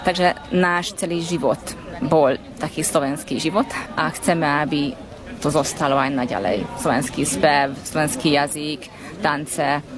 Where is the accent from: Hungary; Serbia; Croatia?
Hungary; Vanyarc, Nógrád; Ja som z Veniarcu, z Novohradskej župy.